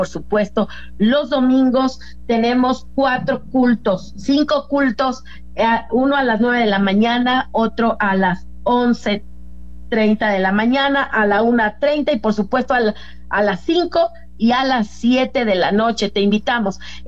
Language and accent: Spanish; Mexico City, Mexico; como decimos acá en la Ciudad de México